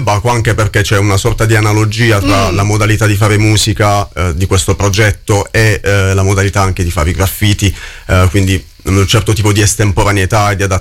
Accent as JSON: {"language": "Italian", "town": "Mola di Bari", "region": "Apulia", "country": "Italy", "tie": "born or raised there", "said": "originario della Puglia, quindi Puglia, Mola di Bari per l'esattezza."}